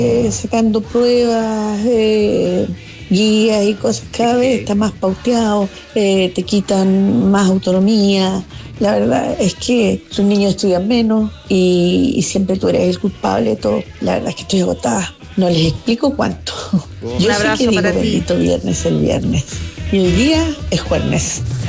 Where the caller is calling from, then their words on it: Los Ángeles, Biobío, Chile; de Los Ángeles.